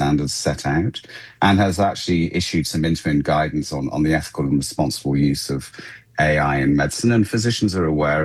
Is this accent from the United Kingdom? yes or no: yes; United Kingdom; accent: UK; Despite my accent, I don't have any great understanding of how it's playing out in other countries, such as where my accent's from. But I can connect with colleagues back in the UK from where I once worked